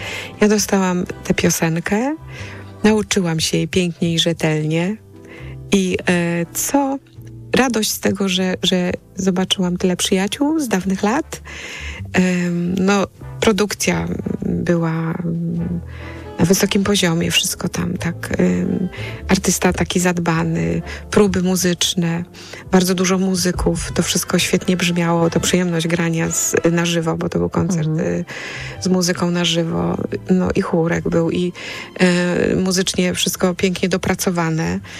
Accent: Poznań, Greater Poland Voivodeship, Poland; my z Poznania jesteśmy

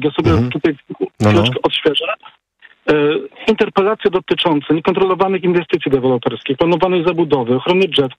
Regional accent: Kraków, Lesser Poland, Poland; Ja tak sobie myślę, jestem z Krakowa, głosowałem w tych wyborach

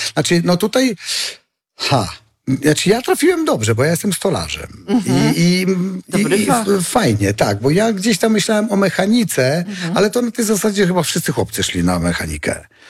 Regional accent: Suwałki, Podlaskie Voivodeship, Poland; Ja rzeczywiście pochodzę z Suwałk. Jest nie tak strasznie daleko, tak, czyli z nad Czarnej Hańczy

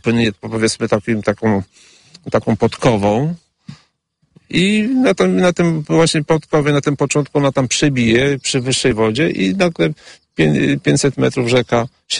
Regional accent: Wizna, Podlaskie Voivodeship, Poland; Tak, jestem z Wizny i tutaj jestem rolnikiem.

